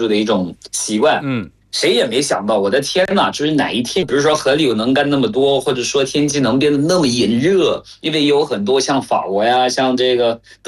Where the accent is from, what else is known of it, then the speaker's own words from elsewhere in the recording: Cameroon; Chinese is a second language; now in Beijing, China; 以我的祖国为例的话，就是喀麦隆本身